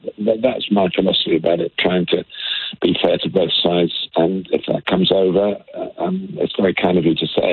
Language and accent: English; England, United Kingdom; And of course, I am English